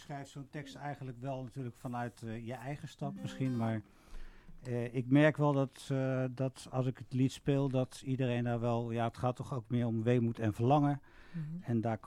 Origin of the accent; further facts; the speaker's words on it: Netherlands; En ja, dat was toch in het begin wel een groot probleem, want wij zijn in Nederland niet opgevoed met zo'n traditie.